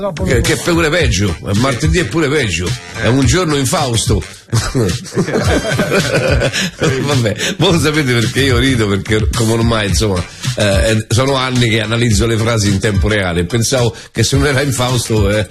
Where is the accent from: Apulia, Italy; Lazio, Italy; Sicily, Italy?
Lazio, Italy; Rome; noi siamo romani.